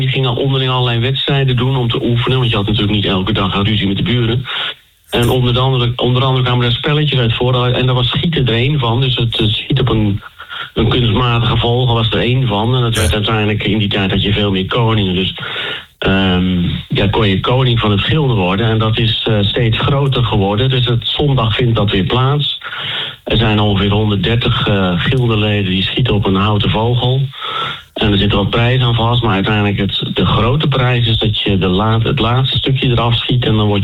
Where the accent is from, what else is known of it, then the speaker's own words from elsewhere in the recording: Soest, Utrecht, Netherlands; ik ben een tijdje uit Soest weg geweest, maar nu ben ik weer Soester.